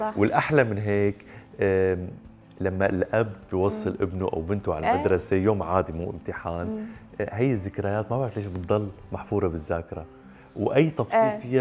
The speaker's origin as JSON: {"language": "Arabic", "country": "Syria", "said": "فعلا انا سوري وانت سوري، يمكن هيدي احلى كلمه ممكن تنقال بهيك موقف."}